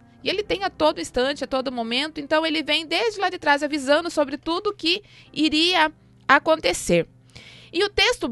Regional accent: Pinhalzinho, Brazil; abraço também para todos os ouvintes lá do bairro de Ouro Verde, bairro do Pinhalzinho. Essa era a minha terra, Maza. Era a minha terra lá, esse lugar abençoado.

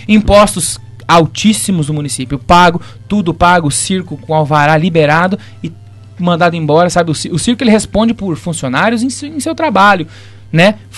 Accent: Rio Grande do Sul, Brazil; lá no meu Rio Grande do Sul, que eu sou gaúcho

